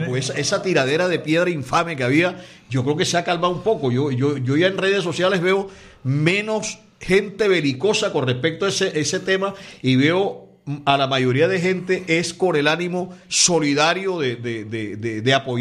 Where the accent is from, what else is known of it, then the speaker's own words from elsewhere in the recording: Barranquilla, Atlántico, Colombia; a nosotros como barranquilleros nos enorgullece